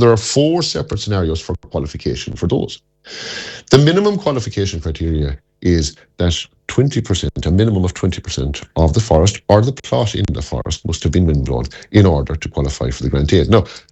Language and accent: English; Connacht, Ireland; I come from East Galway. The Slievochty Mountains in East Galway, there's a huge coverage of Sitka spruce.